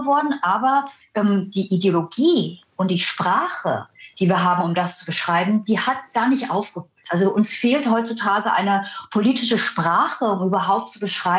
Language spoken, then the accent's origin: German; Germany; ich bin auch in Deutschland aufgewachsen, quasi kurz nach dem Mauerfall.